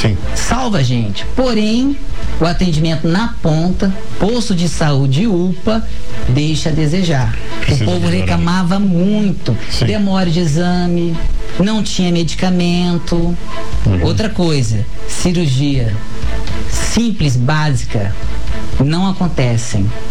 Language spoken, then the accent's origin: Portuguese; Campo Grande, Mato Grosso do Sul, Brazil; born there